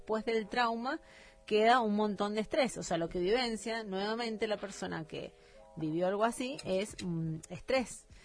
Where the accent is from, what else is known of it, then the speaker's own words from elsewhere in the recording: Mendoza, Argentina; born there; moved away; Pero me recuerdo cuando vivía en Mendoza